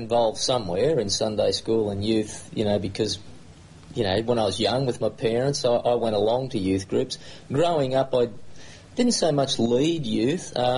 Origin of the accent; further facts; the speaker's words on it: Coffs Harbour, New South Wales, Australia; also born or lived in Parramatta; Well, I was born in the Parramatta Hospital. In Parramatta, obviously. That hospital's now gone. But then my family moved to Coffs Harbour not long later, so I've really been raised in Coffs Harbour. And I'm still here.